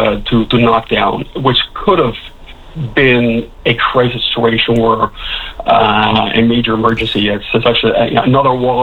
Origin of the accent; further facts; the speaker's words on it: Gander, Newfoundland and Labrador, Canada; I come from Wait and Gander, actually hosted a lot of the water bomber pilots last summer